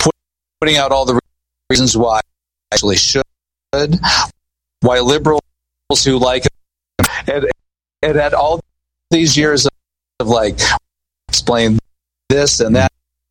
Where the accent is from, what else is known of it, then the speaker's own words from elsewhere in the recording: Butler, Pennsylvania, United States; I'm actually from Butler, Pennsylvania.